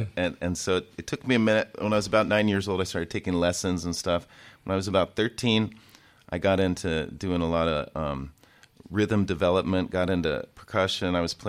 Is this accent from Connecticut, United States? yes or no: no; Washington, United States; But I grew up in Washington. I grew up going to, these gatherings in the mountains of Eastern Washington